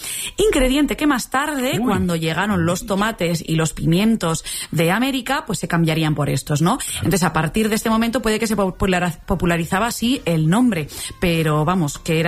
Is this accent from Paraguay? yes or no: no; Aragon, Spain; Sí, es verdad que no me escondo, como buena aragonesa, yo en mi casa lo que hago es frita